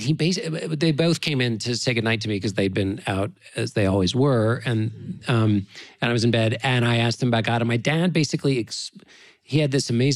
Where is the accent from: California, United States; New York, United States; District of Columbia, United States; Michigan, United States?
District of Columbia, United States; Washington; I'm from Washington, D.C. There are no horses, only asses.